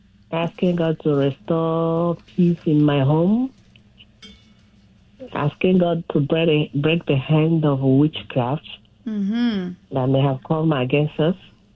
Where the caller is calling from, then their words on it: Texas, United States; I'm calling from Texas.